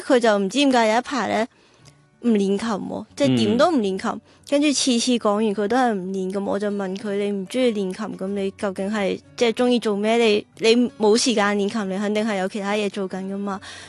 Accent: Macau; 咁我始终我系澳门人啦，咁即系我都系呢个大湾区长大，咁我觉得即系都系我最熟悉嘅语言同埋最熟悉嘅一个音乐体系咯。

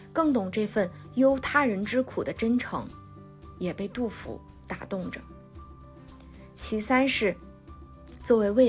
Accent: Heilongjiang, China; moved away as an adult; also born or lived in Guiyang, Guizhou; now in Hong Kong; 我是黑龙江人，在贵州贵阳工作9年，今年来香港读书。

